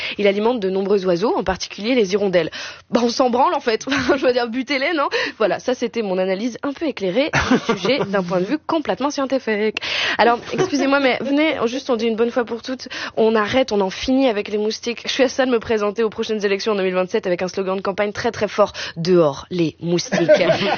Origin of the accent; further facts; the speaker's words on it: Réunion, France; parce que moi, j'ai grandi à La Réunion.